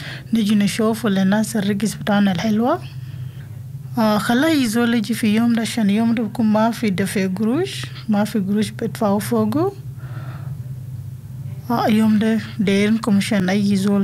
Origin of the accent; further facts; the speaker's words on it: South Sudan; English is a second language; now in Australia; I'm from South Sudan. I lived in Batu Alla Spring for 2 years now.